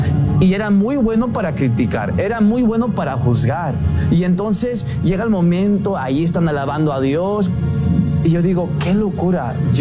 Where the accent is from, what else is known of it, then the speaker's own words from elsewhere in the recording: Riverside County, California, United States; nací en Estados Unidos, en el condado de Riverside, born and raised in Riverside County. He estado yo viviendo en la casa de formación misionera de Jesús Nazaret por ya 11 años.